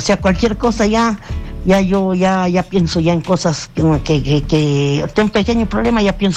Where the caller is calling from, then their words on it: Huancayo, Junín, Peru; me llamo de Huancayo